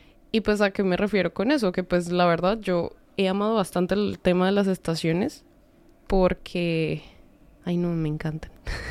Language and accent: Spanish; Colombia; Colombia, pues estamos en la línea de Ecuador. Uh-huh. Eso hace que no tengamos estaciones. Lo que pasa en mi país es que tenemos son pisos climáticos.